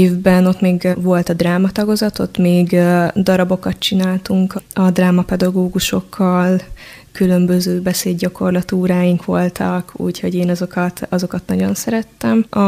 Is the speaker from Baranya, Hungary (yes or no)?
no; Nagykálló, Szabolcs-Szatmár-Bereg, Hungary; born there; Nagykállóban, a Nagykállói Általános Iskolában.